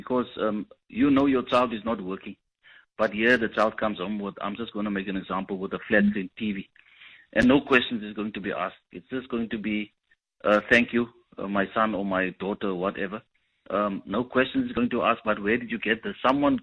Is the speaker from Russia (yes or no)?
no; South Africa; we, as the South African citizens, we pay taxes every month.